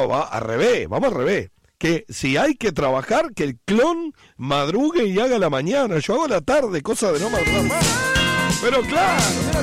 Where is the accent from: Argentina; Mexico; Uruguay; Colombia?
Uruguay; Trinidad, Flores; moved away; Yo que nací en Trinidad